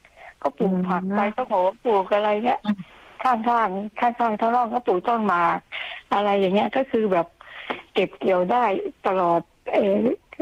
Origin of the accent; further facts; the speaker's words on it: Chachoengsao, Thailand; accent: Paet Riu; สวัสดีค่ะสำเนียง8ริ้วค่ะ